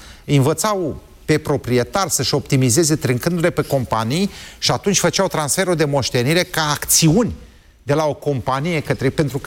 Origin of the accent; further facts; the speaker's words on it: Slobozia, Ialomița County, Romania; Bine, dar eu sunt din Slobozia și n-am 3 ani